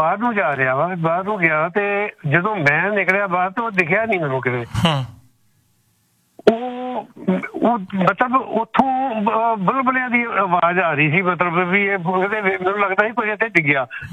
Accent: Ludhiana, Punjab, India; ਅੱਛਾ, ਮੈਂ ਲੁਧਿਆਣੇ ਤੋਂ ਹੈਗਾ, ਤੇ ਲੁਧਿਆਣੇ ਦੇ ਸਾਡੇ ਨਾ ਘਰ ਦੇ ਬਾਹਰ ਮਤਲਬ ਬਹੁਤ ਵੱਡੀ ਨਾਲੀ ਹੁੰਦੀ ਸੀ

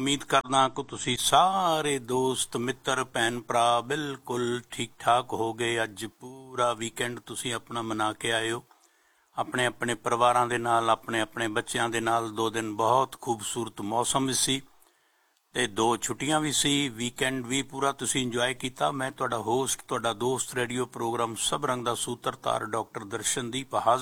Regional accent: Punjab, India; ਅਸੀਂ ਪੰਜਾਬ ਤੋਂ ਆਏ ਹਾਂ ਤੇ 13,000-14,000 ਕਿਲੋਮੀਟਰ ਦੀ ਦੂਰੀ ਤੇ ਬੈਠੇ ਹਾਂ। ਅਸੀਂ ਆਪਣੇ ਪੰਜਾਬੀ ਕਲਚਰ ਨੂੰ, ਪੰਜਾਬੀ ਸੱਭਿਆਚਾਰ ਨੂੰ, ਪੰਜਾਬੀ ਮਾਂ ਬੋਲੀ ਨੂੰ ਵੀ ਨਾਲ ਹੀ ਲੈ ਕੇ ਆਏ ਹਾਂ।

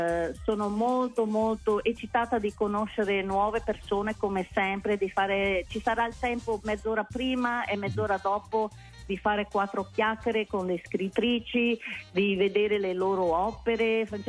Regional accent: Quebec, Canada; Io sono di St. Leonard.

